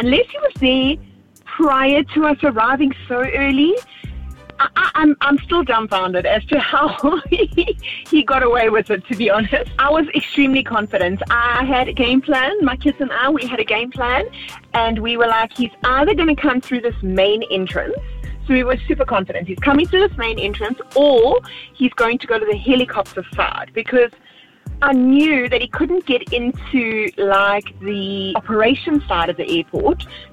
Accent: Durban, KwaZulu-Natal, South Africa; from Durban

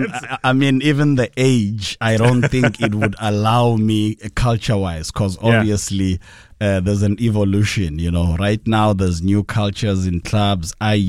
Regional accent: Eswatini; now in Durban, South Africa; is in Durban for 32 years now, born and raised in Swaziland. Obviously, my grandparents were from Pongola, migrated to Swaziland

